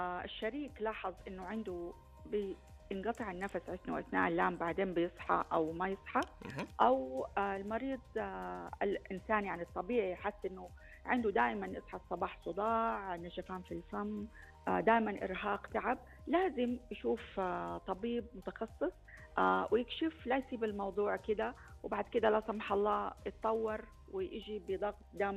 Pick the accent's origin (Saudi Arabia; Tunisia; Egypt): Saudi Arabia; عندنا في المملكة